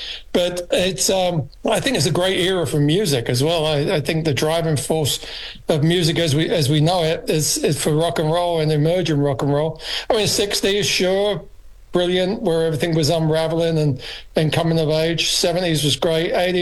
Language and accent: English; London, United Kingdom; I mean, I grew up in London, you know, England.